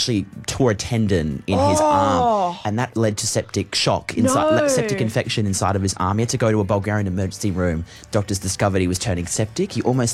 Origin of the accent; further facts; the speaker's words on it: Perth, Western Australia, Australia; now in Sydney, Australia; Why would it be Perth back in my hometown?